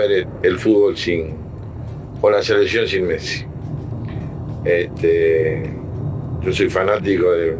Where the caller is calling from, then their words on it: Uruguay; soy uruguayo